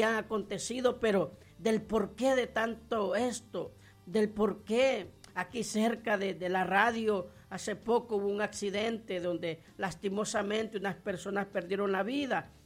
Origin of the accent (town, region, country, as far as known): Honduras